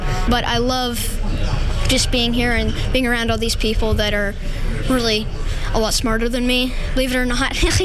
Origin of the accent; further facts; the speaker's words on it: Vancouver, British Columbia, Canada; I'm from Vancouver, BC, Canada, and I am 13 years old as of 24 hours ago.